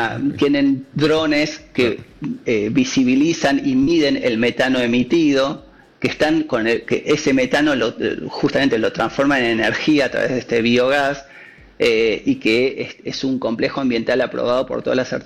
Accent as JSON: {"language": "Spanish", "town": "Bariloche", "region": "Río Negro", "country": "Argentina", "said": "Yo soy de Bariloche y es una vergüenza tener eso al cerca de la ciudad"}